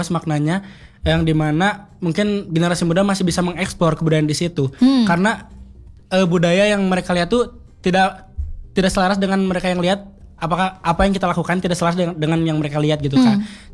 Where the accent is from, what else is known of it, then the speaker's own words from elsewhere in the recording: West Java, Indonesia; Sunda, Kak.